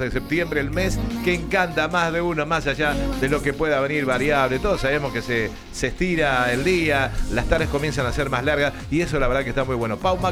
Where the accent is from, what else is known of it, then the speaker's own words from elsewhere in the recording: Argentina; como futbolero y como argentino